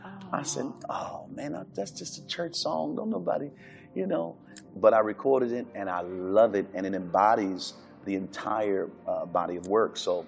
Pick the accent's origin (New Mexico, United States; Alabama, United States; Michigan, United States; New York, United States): Michigan, United States; Detroit; I'm from Detroit. It's the gospel music mecca.